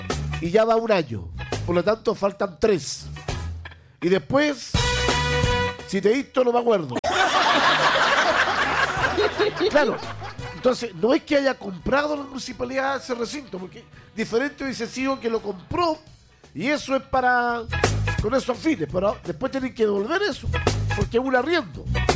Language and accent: Spanish; Santiago, Santiago Metropolitan Region, Chile; now in Rancagua, Chile; Estoy en Ancagua, en Callejones, soy de Santiago.